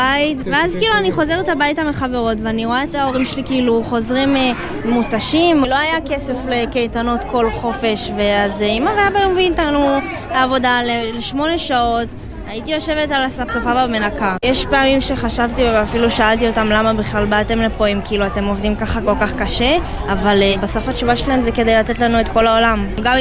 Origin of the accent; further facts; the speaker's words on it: Tel Aviv, Tel Aviv District, Israel; גדלנו במרכז תל אביב, בסביבה של מלא ישראלים